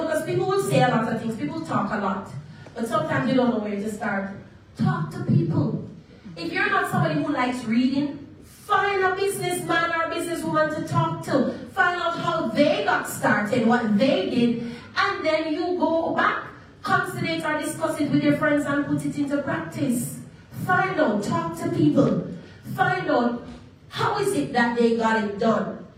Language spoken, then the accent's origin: English; Jamaica; moved away; I'm from Jamaica